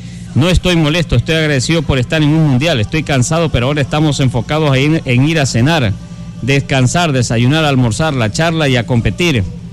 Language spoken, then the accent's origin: Spanish; Ecuador; Como ecuatoriano, eso es lo que todos anhelamos